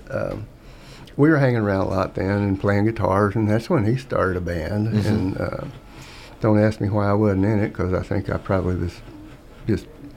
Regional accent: Donovan, Missouri, United States; I grew up in Donovan, Missouri.

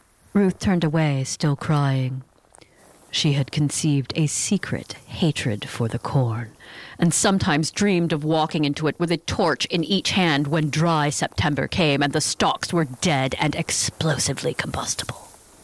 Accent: Midwest, United States; I was born and raised in the Midwest, a child of the corn.

